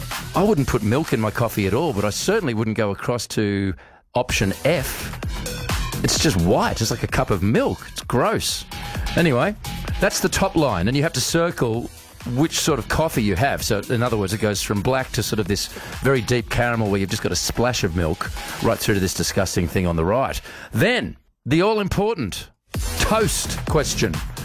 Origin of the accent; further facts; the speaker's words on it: Australia; I'm an Australian.